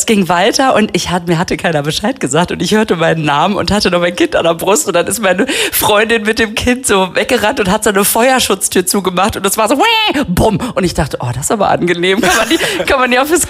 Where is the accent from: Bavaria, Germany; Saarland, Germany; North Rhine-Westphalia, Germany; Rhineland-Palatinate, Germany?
North Rhine-Westphalia, Germany; Münster; Davor die Woche in Münster schon ganz groß gefeiert, weil das ja meine Heimatstadt ist.